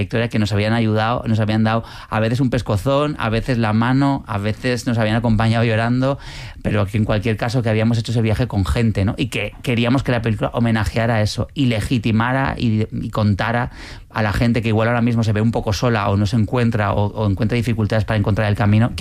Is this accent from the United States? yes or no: no; Pamplona, Navarre, Spain; born there; moved away as an adult; now in Madrid, Spain